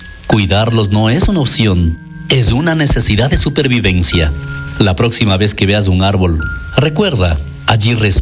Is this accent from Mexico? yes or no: no; Ecuador; así somos los ecuatorianos